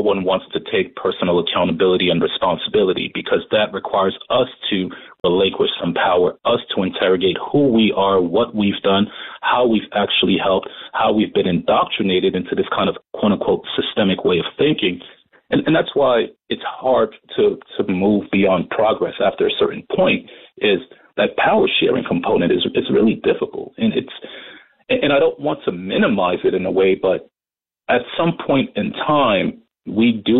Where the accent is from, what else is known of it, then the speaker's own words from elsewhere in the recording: New York City, New York, United States; I was raised in Brooklyn.